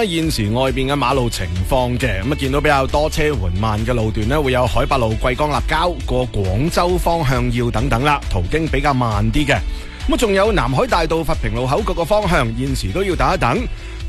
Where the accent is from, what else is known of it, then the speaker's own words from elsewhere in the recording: Foshan, Guangdong, China; 我哋佛山人